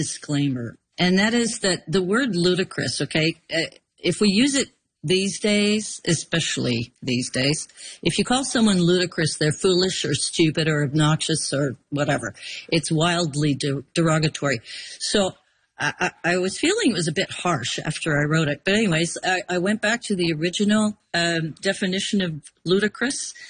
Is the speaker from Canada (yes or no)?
yes; Montreal, Quebec, Canada; moved away as an adult; now in Nova Scotia, Canada; because I'm from away Nova Scotian, I'm from Montreal originally, and I moved here in 2021.